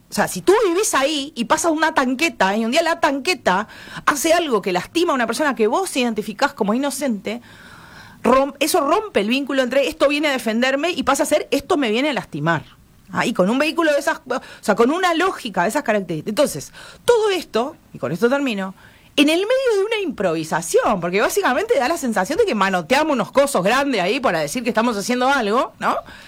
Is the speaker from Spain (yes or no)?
no; Uruguay; Problemas que nosotros nos negamos como uruguayos a ver